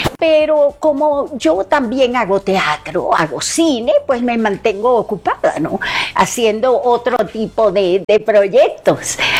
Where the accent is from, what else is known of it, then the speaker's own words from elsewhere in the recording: Venezuela; Y que terminó en mi país. Terminó en Venezuela, qué motivo.